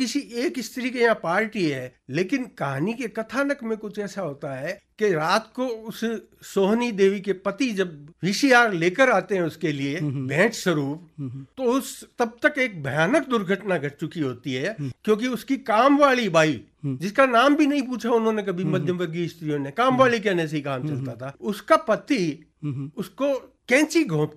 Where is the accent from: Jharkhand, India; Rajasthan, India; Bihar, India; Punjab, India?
Rajasthan, India; जी हमारे राजस्थान में लोग धोती, पुरुष जो है वो धोती पहनते हैं